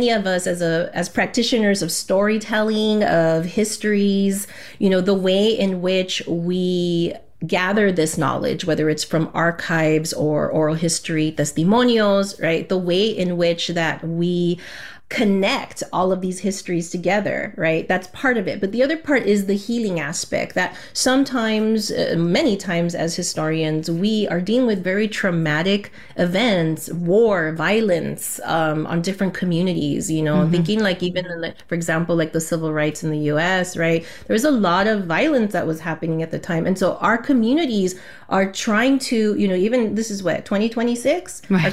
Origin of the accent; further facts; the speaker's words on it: United States; And then Chicana, I was technically, born and raised in the United States. So I have all of these, how do we say, like multicultural identities, right, that are fluid through me.